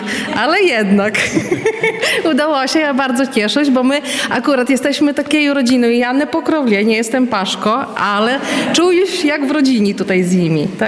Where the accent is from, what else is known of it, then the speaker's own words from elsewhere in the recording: Dubicze Osoczne, Podlaskie Voivodeship, Poland; І живу в другій гміні, ніж гміна тутай Нареш. Походжу з Дубічі Осочних і доїжджаю тутай.